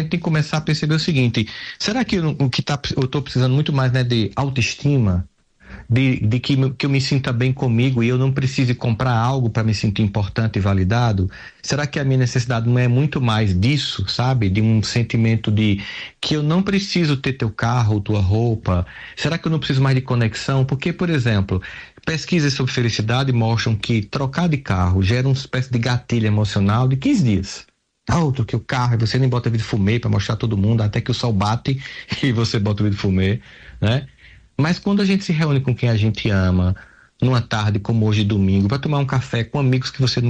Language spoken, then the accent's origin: Portuguese; Campina Grande, Paraíba, Brazil